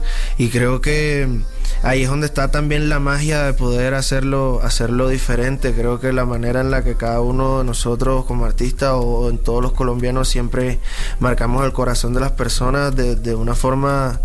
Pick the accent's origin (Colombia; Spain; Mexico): Colombia; Caribbean coast; en mi caso de la costa también ha influido muchísimo el hecho de donde nací, cómo crecí, con la música que me crié.